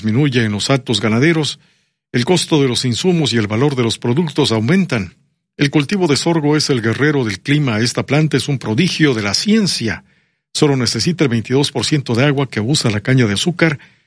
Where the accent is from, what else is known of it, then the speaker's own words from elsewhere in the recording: Guelaguichi, Oaxaca, Mexico; de ahí de Guelaguichi, porque Guelaguichi está pegadito ahí cerquita de Salina Cruz. Pero allá, en mi tierra, ya cayeron aguaceros y hasta bajó la temperatura, afortunadamente.